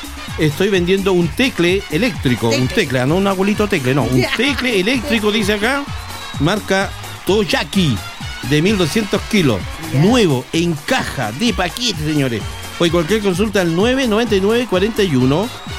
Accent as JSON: {"language": "Spanish", "town": "Calama", "region": "Antofagasta", "country": "Chile", "said": "soy parte de Calama."}